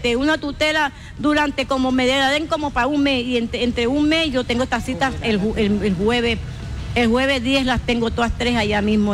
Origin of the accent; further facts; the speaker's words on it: San Juan Nepomuceno, Bolívar, Colombia; vengo de San Juan de Pomuceno, vivo en una vereda y en San Juan